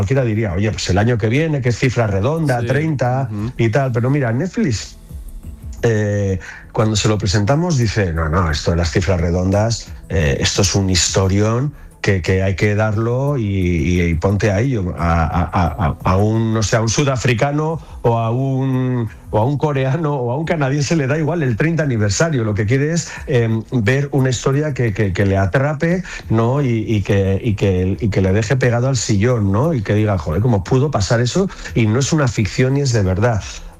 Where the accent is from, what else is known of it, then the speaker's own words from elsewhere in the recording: Basque Country, Spain; yo era un tipo con 29 años al que le mandan al País Vasco, de donde soy yo.